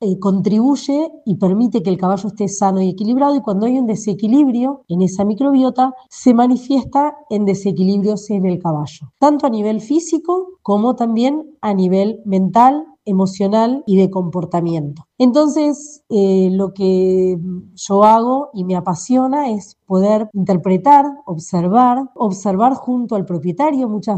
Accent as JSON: {"language": "Spanish", "country": "Argentina", "lives_now": "Santa Fe, Argentina", "said": "soy de Argentina, viviendo en la provincia de Santa Fe, la ciudad de Santa Fe, precisamente"}